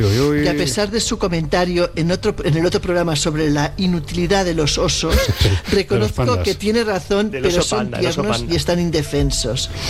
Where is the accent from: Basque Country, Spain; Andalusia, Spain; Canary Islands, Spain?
Andalusia, Spain; Granada; Un fuerte abrazo y espero veros en algún momento por Granada o cerquita de esta tierra tan hermosa.